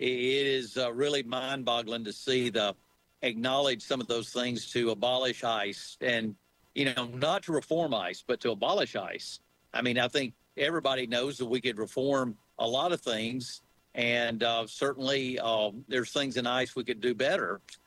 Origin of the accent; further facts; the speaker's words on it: Alabama, United States; I'm from Alabama. I'm from a red state. It's very Republican, so that's a little bit foreign for me.